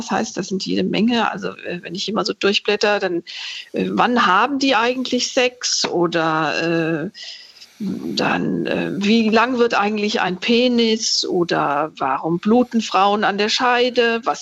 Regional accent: Dietzenbach, Hesse, Germany; und habe mich da so selbst als Teenager oder junge Erwachsene in meinem Jugendzimmer in Dietzenbach, wo ich aufgewachsen bin, gesehen in so einer Situation.

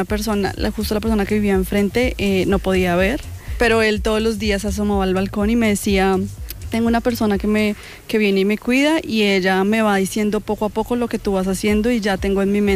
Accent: Colombia; moved away; porque yo soy migrante, yo soy colombiana, llevo 10 años acá

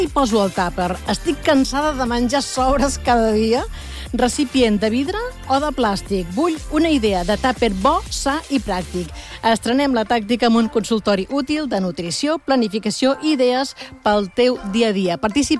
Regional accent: Lleida, Catalonia, Spain; Una mallorquina i una lleidatana

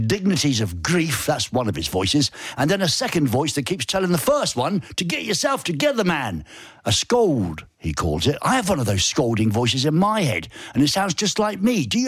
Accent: England, United Kingdom; You know, I'm an Englishman. I can take it.

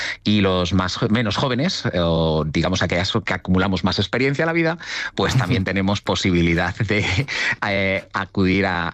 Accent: Burgos, Castile and León, Spain; Así es, soy de aquí, de Burgos, nacido en Burgos

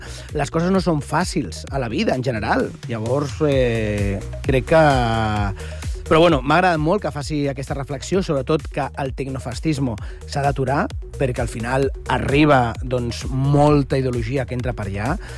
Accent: Catalonia, Spain; els catalans sí tenim sentit de l'humor

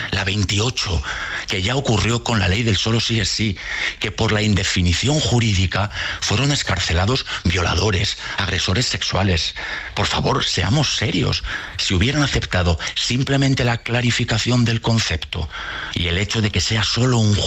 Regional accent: Spain

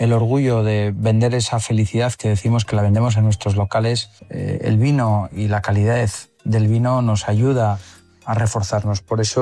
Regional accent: Spain; El mundo del vino para nosotros representa nuestra autenticidad como pueblo español

